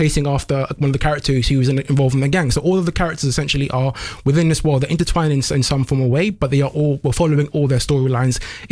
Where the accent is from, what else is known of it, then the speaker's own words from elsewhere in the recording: London, United Kingdom; when I was growing up in London